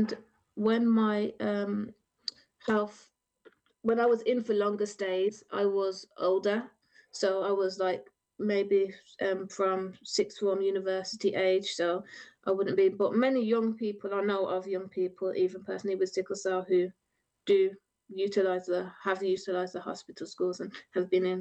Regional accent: Birmingham, West Midlands, United Kingdom; born there; moved away as an adult; that's when I moved away from Birmingham.

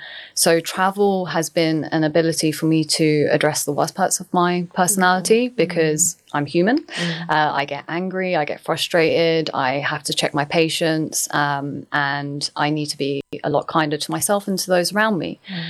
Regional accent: United Kingdom; as a British Pakistani.

